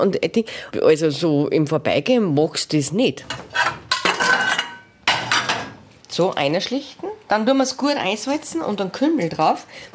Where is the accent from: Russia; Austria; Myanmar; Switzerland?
Austria; Upper Austria; Weil bei uns im Mühlviertel, da hat es halt den Krautsalat gegeben, mit Speck abbrennt und zum Schluss nur ein Essig.